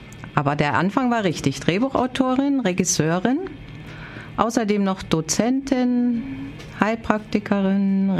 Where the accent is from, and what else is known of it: East Germany, Germany